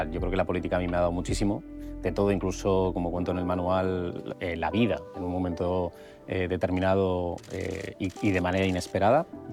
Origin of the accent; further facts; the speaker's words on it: Spain; como ciudadano pues observo lo que pasa en mi país y a mí España me apasiona.